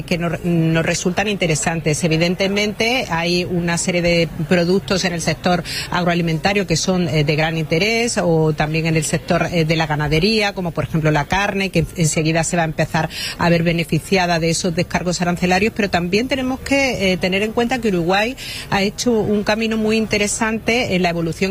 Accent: Spain; Yo creo que nosotros, y hablo de España

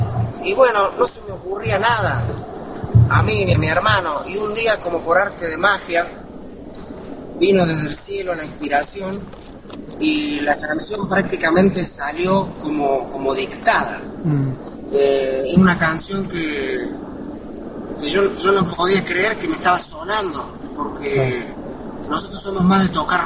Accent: Villa Carlos Paz, Córdoba, Argentina; Somos de Carlos Paz. Acá estoy con mi hermano

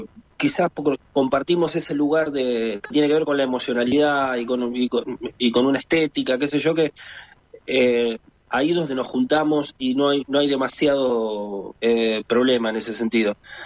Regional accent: La Plata, Buenos Aires Province, Argentina; Yo soy de La Plata y vivo en La Plata

